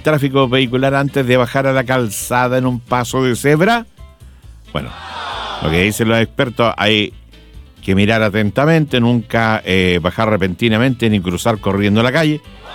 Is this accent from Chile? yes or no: yes; Chile; ¿Somos o no somos buenos los chilenos para cruzar las calles como peatones?